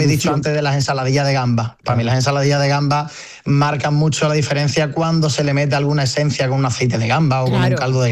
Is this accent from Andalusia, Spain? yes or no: yes; Andalusia, Spain; born there; me apetecía montar algo en mi pueblo.